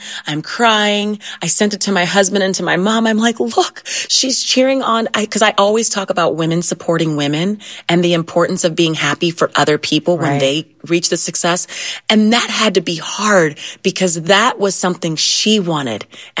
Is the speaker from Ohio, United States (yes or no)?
yes; Ohio, United States